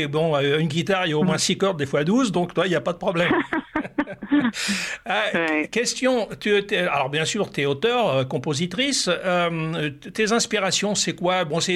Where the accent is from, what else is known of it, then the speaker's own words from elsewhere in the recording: France; ce qui n'a pas du tout la même signification chez nous en France.